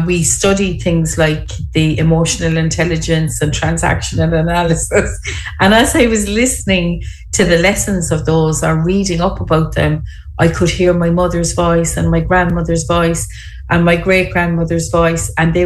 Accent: Cork, Munster, Ireland; from Cork City and I'm based in the studio this week

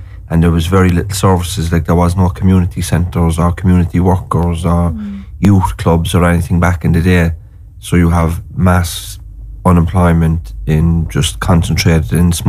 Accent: Cork, Munster, Ireland; also born or lived in Dublin; So my mum wanted to move back to Cork then, a young mother with two boys. And I always joke saying that she wanted to move somewhere quieter, so we moved to Knocknaheeny in Dunmore Gardens in 1986.

